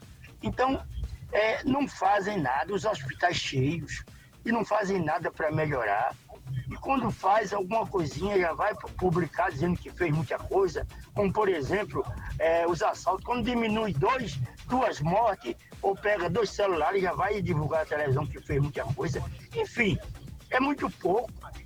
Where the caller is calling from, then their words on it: Camaragibe, Pernambuco, Brazil; de Camaragibe